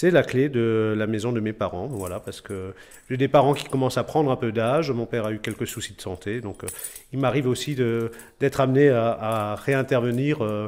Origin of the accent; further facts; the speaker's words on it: Matzenheim, Grand Est, France; j'ai 46 ans cette année. Voilà, je suis natif de Matzenheim.